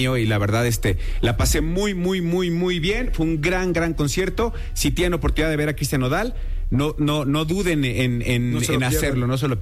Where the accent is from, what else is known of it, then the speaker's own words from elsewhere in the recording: Mexico; La verdad es una narración muy bonita de lo que describiendo lo que somos, sí, los mexicanos.